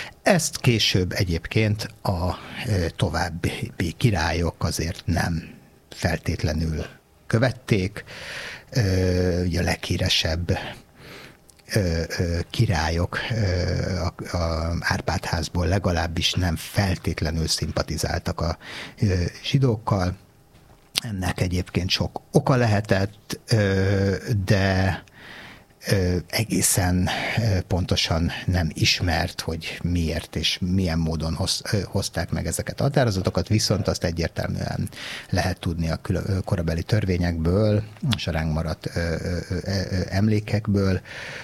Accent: Hungary; itt élünk Magyarországon és magyarok vagyunk

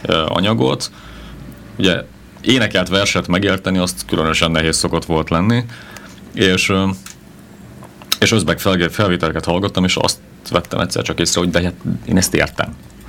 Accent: Hungary; Törökországban pedig kedvükre ölelnek az emberek csak azért, mert magyar vagyok.

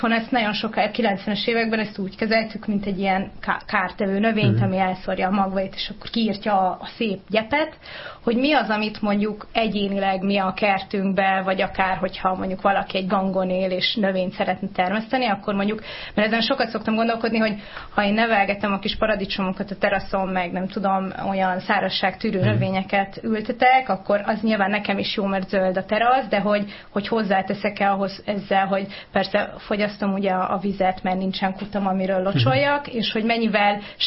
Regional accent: Nyíregyháza, Szabolcs-Szatmár-Bereg, Hungary; gyerekként a Nyíregyházának, ahol én felnőttem, volt egy testvérváros a Kajáni Finnországban

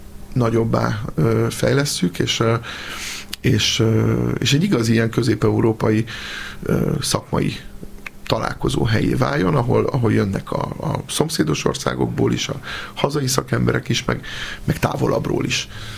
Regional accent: Eger, Heves, Hungary; én egri vagyok, és én ott jöttem fel.

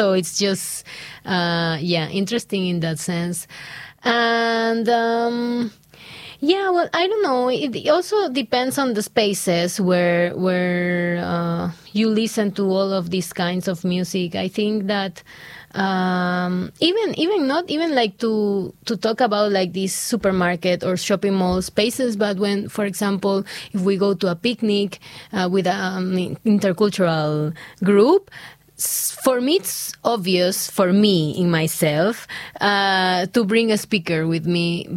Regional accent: Ecuador; moved away as an adult; now in Budapest, Hungary; Budapest is kind of a silent in comparison with my hometown, silent city.

